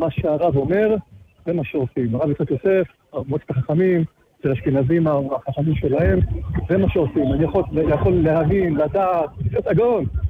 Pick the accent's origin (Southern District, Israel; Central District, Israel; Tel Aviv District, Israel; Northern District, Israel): Central District, Israel; Petah Tikva; פתח תקווה.